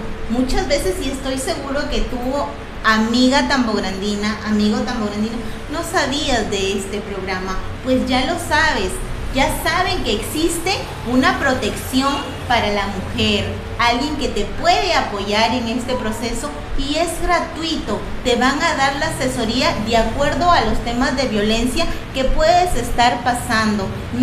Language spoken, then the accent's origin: Spanish; Peru; Somos peruanos